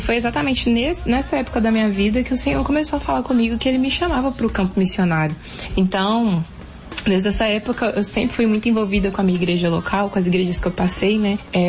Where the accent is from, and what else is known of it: Belo Horizonte, Minas Gerais, Brazil; now in Marajó, Brazil